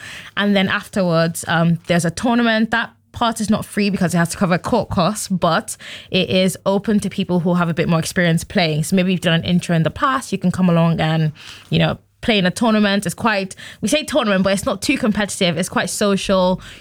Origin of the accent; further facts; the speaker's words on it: Nigeria; I'm from Nigeria.